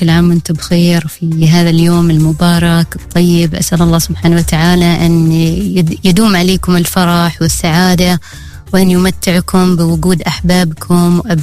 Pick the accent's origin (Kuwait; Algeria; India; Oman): Oman; Ad Dakhiliyah; also born or lived in Ash Sharqiyah North Governorate; now in Muscat, Oman; أسكن مثلا في محافظة مسقط، ومتزوجة في محافظة شمال الشرقية، وأصلي من محافظة الداخلية، فأعيش العيد بين هذه الثلاث محافظات.